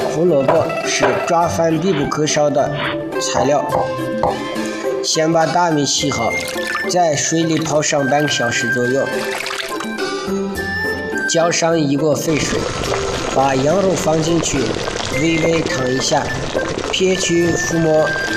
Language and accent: Chinese; Xinjiang, China; 我们新疆人一是重油重肉